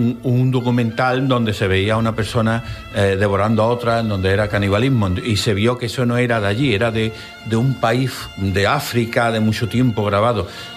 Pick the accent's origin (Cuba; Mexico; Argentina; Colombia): Mexico; Y como soy mexicano, bandolero del siglo XIX, cooperó en Sinaloa y Durango.